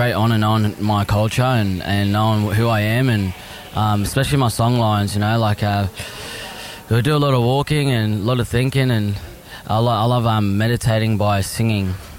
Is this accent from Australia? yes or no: yes; Caboolture, Queensland, Australia; my hometown in Caboolture.